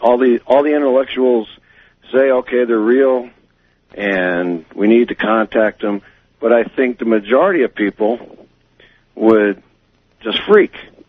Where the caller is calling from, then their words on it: Sandia Park, New Mexico, United States; from Sandia Park, New Mexico.